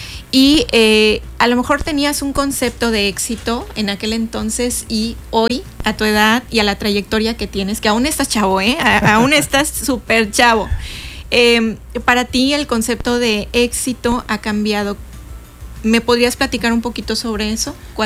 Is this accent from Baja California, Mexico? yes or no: no; Yucatán, Mexico; now in Cancún, Mexico; los que llegamos a Cancún y ahora ya nos sentimos cancunenses. Yo digo que soy yucancunense, soy de Yucatán y de Cancún.